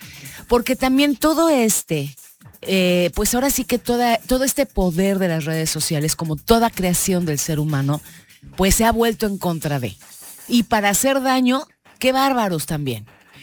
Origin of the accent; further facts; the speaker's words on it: Mexico; Yo estoy dando seguimiento a varias cosas, porque soy mexicana. A mí sí me interesa lo que mi país haga, deshaga.